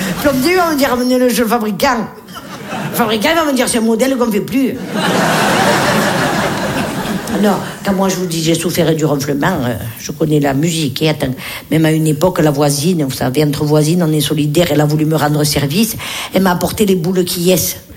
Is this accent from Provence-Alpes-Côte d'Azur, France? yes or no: yes; Nice, Provence-Alpes-Côte d'Azur, France